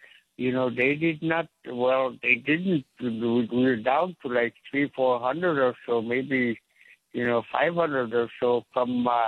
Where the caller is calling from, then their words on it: New Stuyahok, Alaska, United States; I am from New Stuyuhok, a way to go down river. It's what it means in English. Stuyuhok in Yupik language means to go down river, the way to go down river.